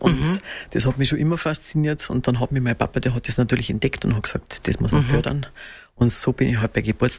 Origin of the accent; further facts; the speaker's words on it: Munich, Bavaria, Germany; born there; also born or lived in Chiemgau; Ich bin ja geboren in Münchnerin.